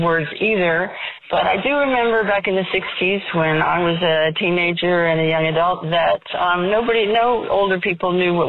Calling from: Augusta, United States; I'm calling from Augusta

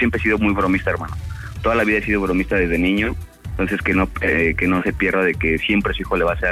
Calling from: Mexico; como todo mexicano

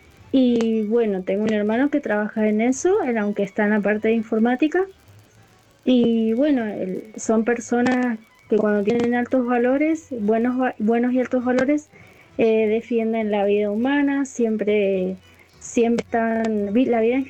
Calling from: Godoy Cruz, Mendoza, Argentina; de Godecruz, Mendoza.

